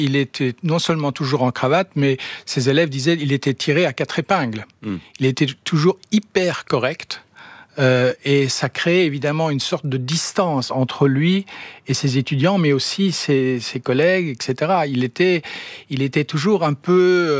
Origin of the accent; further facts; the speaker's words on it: Germany; French is a second language; En tant qu'Allemand, je voulais d'abord travailler en plus, non pas sur les nazis comme beaucoup d'amis et de camarades